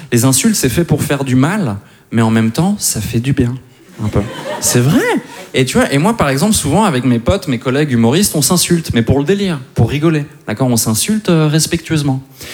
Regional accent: Switzerland; born there; Moi, je suis né en Suisse un 20 avril.

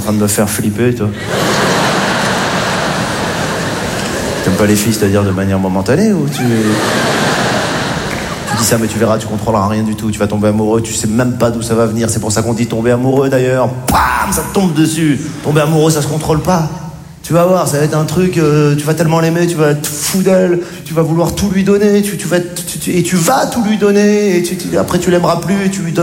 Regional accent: Morocco; born there; Je suis né au Maroc. Ce qui est bien quand t'es marocain, quand tu vas aux States

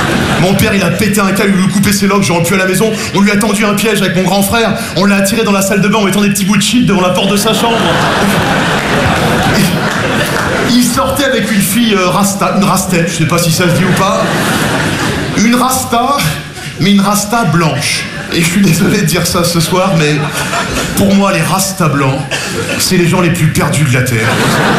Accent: Nogent-sur-Marne, Île-de-France, France; J'ai grandi à Nogent-sur-Marne, je suis passionné qui peut. Petite banlieue très bourgeoise, ce genre la Marne, les guinguettes, la fête du petit vin blanc

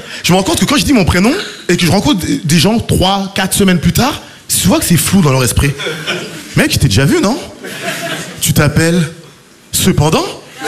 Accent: Île-de-France, France; born or raised there

